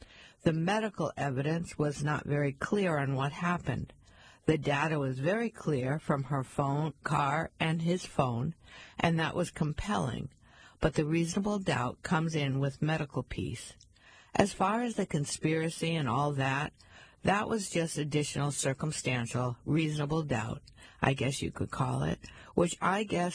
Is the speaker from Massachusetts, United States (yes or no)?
yes; Brockton, Massachusetts, United States; also born or lived in South Shore / Boston; growing up around this area, being born and raised in Brockton and living on the South Shore and in Boston